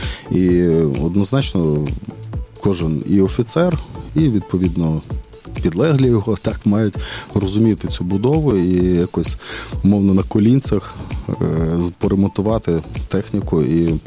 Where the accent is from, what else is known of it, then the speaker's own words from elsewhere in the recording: Ivano-Frankivsk, Ivano-Frankivsk Oblast, Ukraine; Я теж з Франківська.